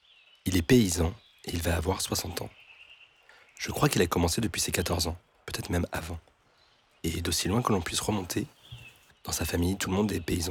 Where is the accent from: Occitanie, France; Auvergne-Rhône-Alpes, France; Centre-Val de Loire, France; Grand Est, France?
Auvergne-Rhône-Alpes, France; Ambierle; born there; Tout en vivant dans des tout petits villages comme celui où moi je suis né, à Ambierle, au nord du département de la Loire.